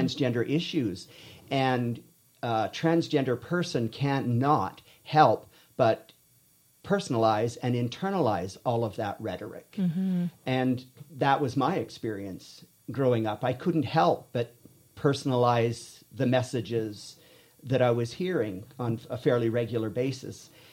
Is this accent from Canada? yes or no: yes; Quesnel, British Columbia, Canada; As a youth growing up in Quesnel